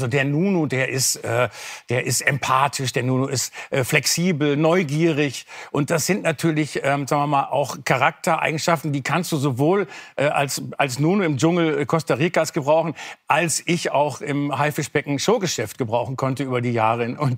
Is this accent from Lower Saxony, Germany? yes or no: no; Bielefeld, North Rhine-Westphalia, Germany; den Kamimara Verlag, in Bielefeld, auch meiner Heimatstadt.